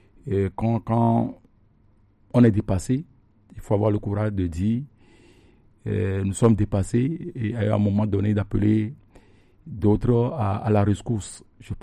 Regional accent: Togo; chez nous au Togo, le pays n'est pas construit.

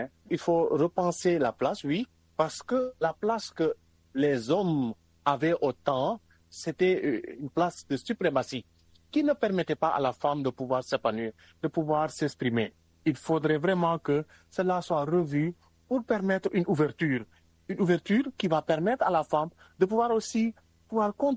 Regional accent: Senegal; mais non, nous sommes des hommes, nous sommes des Africains, nous sommes des Sénégalais.

